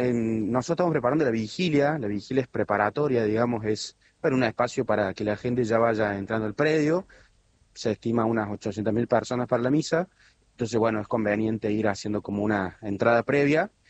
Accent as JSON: {"language": "Spanish", "region": "Córdoba", "country": "Argentina", "said": "como cordobeses y como argentinos."}